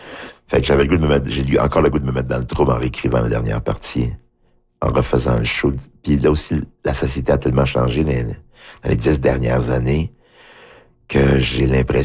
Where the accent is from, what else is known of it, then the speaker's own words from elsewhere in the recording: Haiti; Je sais pas, je viens d'Haïti, mais je suis en Haïti, mais qu'est-ce que ça veut dire?